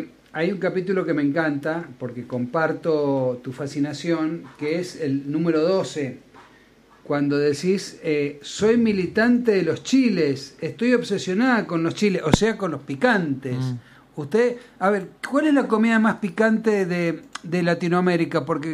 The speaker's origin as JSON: {"language": "Spanish", "country": "Argentina"}